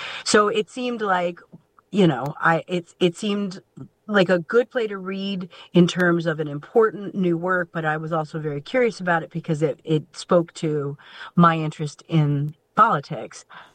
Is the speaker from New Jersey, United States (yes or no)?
no; Washington, District of Columbia, United States; I'm from Washington, D.C.